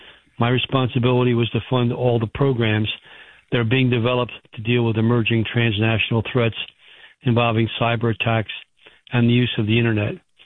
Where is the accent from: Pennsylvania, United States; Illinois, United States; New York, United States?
Pennsylvania, United States; Marcus Hook; I grew up in Marcus Hook.